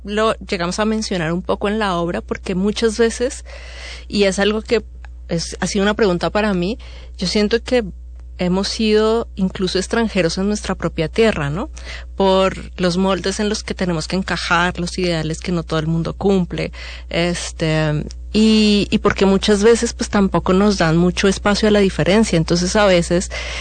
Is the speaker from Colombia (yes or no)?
yes; Colombia; moved away as an adult; now in Mexico; lo que yo he vivido durante estos 17 años de vivir en México. Soy colombiana